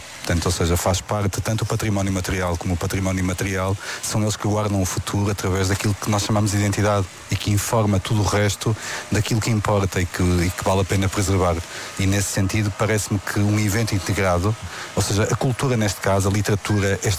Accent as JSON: {"language": "Portuguese", "town": "Porto", "region": "Norte", "country": "Portugal", "tie": "born there", "said": "E porque vivo lá, e porque nasci lá também. Eu sou amarantino, só de empréstimo, literalmente."}